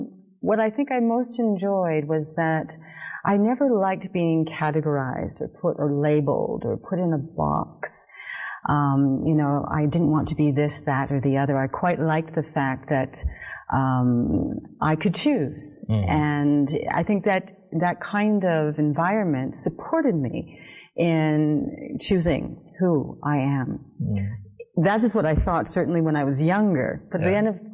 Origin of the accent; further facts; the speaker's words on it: Calgary, Alberta, Canada; Well, I grew up in Canada, in Calgary, Alberta, so out in the west.